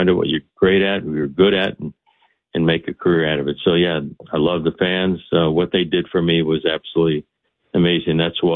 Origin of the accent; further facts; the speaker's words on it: Chicago, Illinois, United States; me growing up in Chicago and my favorite player, Louis Aparicio